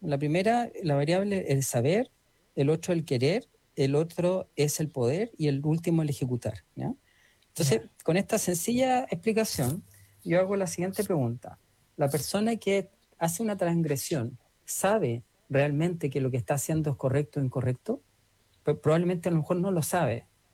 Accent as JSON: {"language": "Spanish", "country": "Chile", "said": "De un país que somos chilenos, en vez de decir yo tengo mis derechos"}